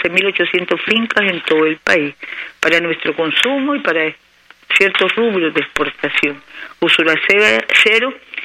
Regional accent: Nicaragua; somos y valemos como nicaragüenses

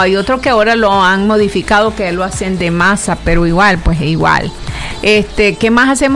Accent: Nicaragua; somos nosotros los nicaragüenses.

